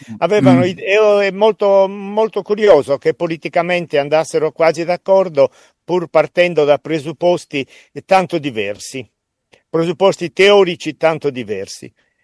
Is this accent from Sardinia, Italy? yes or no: yes; Sardinia, Italy; ma io sono sardo.